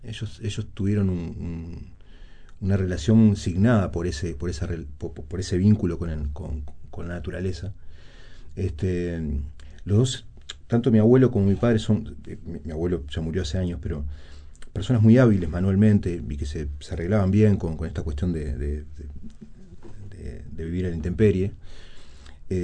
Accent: Montevideo, Uruguay; Pero sí, soy montevideano, esencialmente montevideano, no me he ido más de 2 meses a Montevideo.

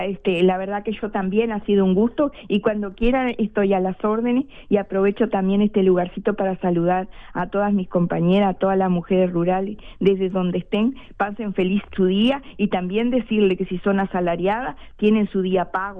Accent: Canelones, Uruguay; porque con orgullo soy canaria

